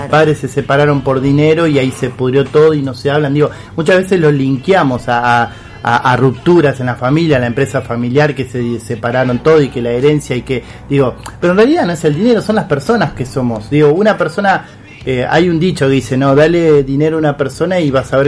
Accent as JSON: {"language": "Spanish", "country": "Argentina"}